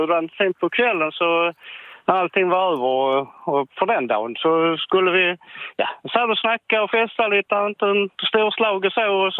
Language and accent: Swedish; Simrishamn, Skåne, Sweden; Nej, jag är skåning. Jag har bott när på Österlän hela mitt liv, så jag är jätteskåning.